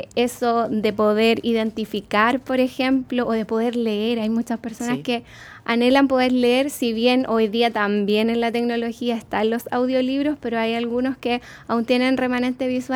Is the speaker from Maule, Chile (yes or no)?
no; Concepción, Biobío, Chile; quienes somos de Concepción Penquista